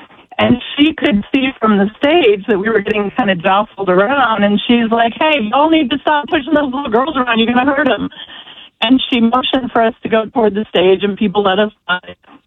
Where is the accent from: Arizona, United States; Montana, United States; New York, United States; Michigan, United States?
Michigan, United States; So I'm originally from Michigan